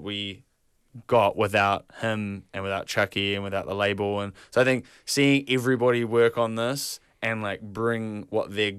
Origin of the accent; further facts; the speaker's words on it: New Zealand; Like it's very hard to get out of there, and so we want to be like, we're a Kiwi band.